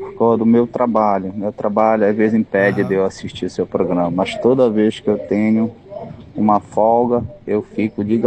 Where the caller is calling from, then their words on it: Igarapé-Miri, Pará, Brazil; sou aqui do Pará.